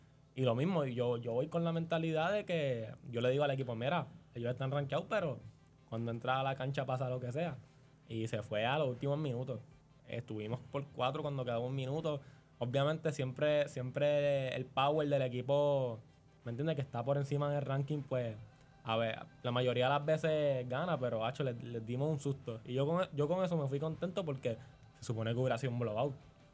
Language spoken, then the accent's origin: Spanish; Bayamón, Puerto Rico; Yo soy de Bayamón